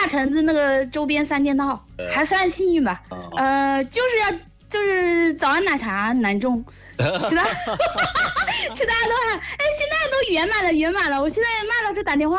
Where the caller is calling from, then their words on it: Jiujiang, Jiangxi, China; 我本来就是江西的，我是江西九江的。